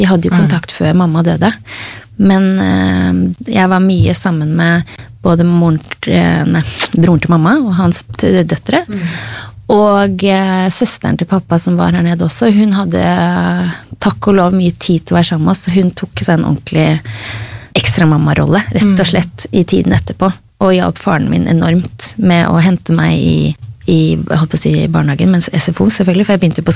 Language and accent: Norwegian; Oslo, Norway; jeg vokste opp i Oslo